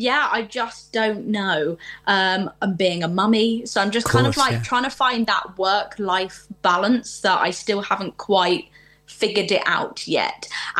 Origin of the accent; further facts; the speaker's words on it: United Kingdom; I'm British